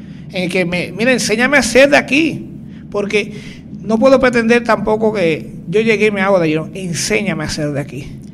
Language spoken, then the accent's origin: Spanish; Jayuya, Puerto Rico; moved away; Yo soy de Jayuya